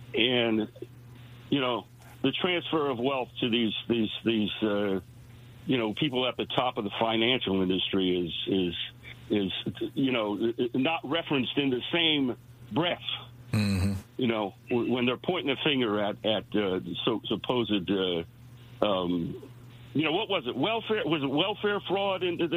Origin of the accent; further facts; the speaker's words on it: East Coast, United States; I'm originally from the East Coast.